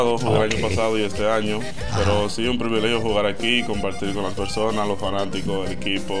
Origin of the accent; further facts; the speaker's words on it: Monte Cristi, Dominican Republic; moved away; Yo soy de República Dominicana. Ok. Monte Cristi, Bahía de Manzanillo.